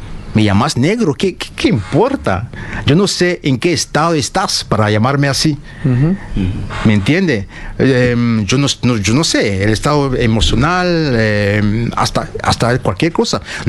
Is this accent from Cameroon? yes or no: yes; Cameroon; moved away as an adult; now in Paraguay; soy viejo también, tengo 47 años, 48 ya. Bueno, sí. Entonces ya pasé, imagínense, ya pasé más de la mitad de mi vida acá en Paraguay. Acá. Conozco más a Paraguay que Camerún.